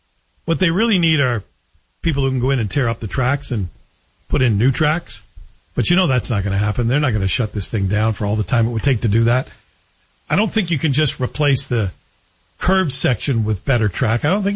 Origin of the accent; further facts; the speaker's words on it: Canada; We, as Canadians, should decide.